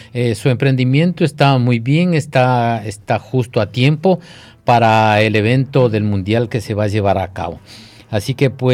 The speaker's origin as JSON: {"language": "Spanish", "country": "Ecuador", "said": "nosotros como ecuatorianos, no, como latinos, porque nuestro país"}